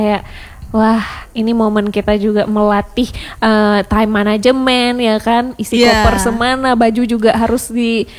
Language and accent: Indonesian; Indonesia; kalau soal makanan kita orang Indo ini emang enggak bisa jauh-jauh dari sambel-sambel ya.